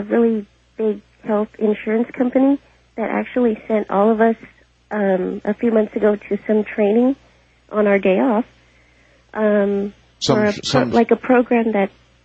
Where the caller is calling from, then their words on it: San Antonio, Texas, United States; I'm in San Antonio.